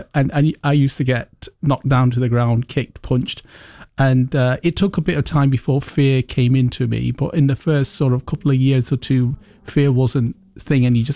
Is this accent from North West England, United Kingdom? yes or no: yes; Manchester, North West England, United Kingdom; born there; English is a second language; also born or lived in Pakistan; So I grew up in Old Trafford. From this is 1984